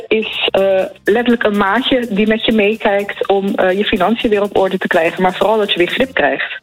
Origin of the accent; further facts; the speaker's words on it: Rotterdam, South Holland, Netherlands; Ik ben gewoon een Rotterdammer die gewoon in de stad loopt.